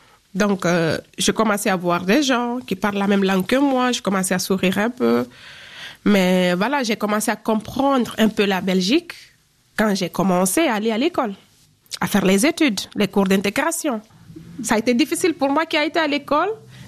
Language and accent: French; Guinea